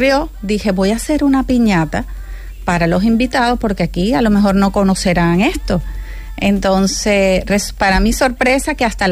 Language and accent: Spanish; Venezuela; moved away as an adult; now in Huelva, Spain; yo soy de Venezuela, pero ya tengo muchísimos años aquí.